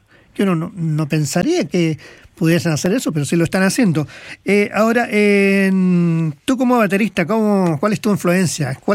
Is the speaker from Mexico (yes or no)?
no; Chile; Y me decía, mira, ¿tú de dónde sos? Soy chileno.